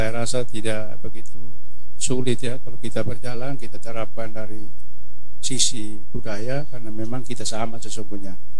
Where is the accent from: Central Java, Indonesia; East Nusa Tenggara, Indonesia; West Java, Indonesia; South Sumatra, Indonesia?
East Nusa Tenggara, Indonesia; Belu; kita orang Belu.